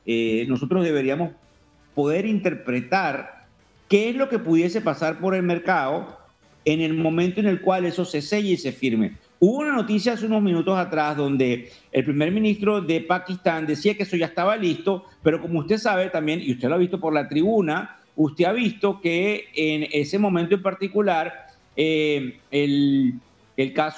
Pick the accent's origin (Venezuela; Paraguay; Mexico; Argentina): Venezuela; moved away as an adult; now in New York, United States; yo soy el venezolano de la tribuna, vuelvo a repetírselo, no estoy en la bolsa, no se asuste de donde me está viendo, estamos en un location, en un pueblo que se llama Scarsdale, en Nueva York